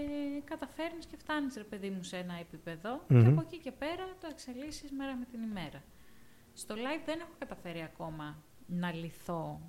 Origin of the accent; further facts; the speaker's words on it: Vourgareli, Epirus, Greece; Είμαι από το Βουργαρέλι Άρτας, φιλιά στην πατρίδα.